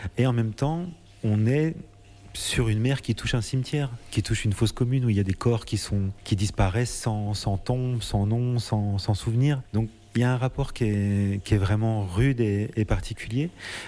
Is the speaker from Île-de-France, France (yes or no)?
no; Auvergne-Rhône-Alpes, France; now in Réunion, France; Alors moi, je viens de la montagne, je viens de Haute-Savoie au départ, donc la mer est très très loin pour moi.